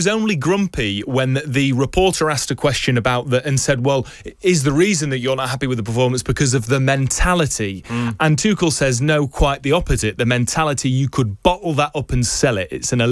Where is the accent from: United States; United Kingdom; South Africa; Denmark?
United Kingdom; England